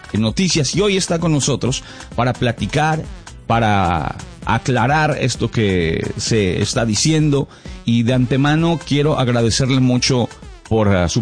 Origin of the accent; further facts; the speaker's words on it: Mexico; now in United States; en México, de donde yo soy